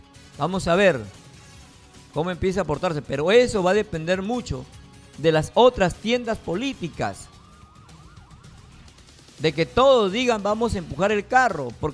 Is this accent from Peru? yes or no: yes; Peru; necesitamos juntos desarrollarnos como peruanos en paz.